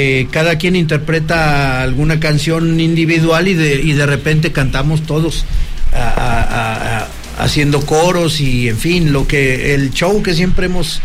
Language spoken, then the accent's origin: Spanish; Zacatecas, Mexico; Somos cuatro artistas zacatecanos de amplia trayectoria